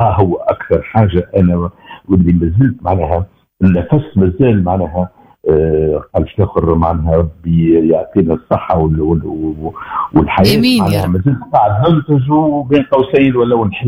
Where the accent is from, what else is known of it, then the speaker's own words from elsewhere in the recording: Tunisia; في بلادنا تونس،